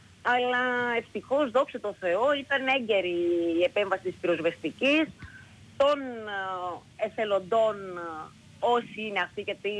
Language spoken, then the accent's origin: Greek; Arkasa, South Aegean, Greece; εδώ στο χωριό μου στην Αρκάσα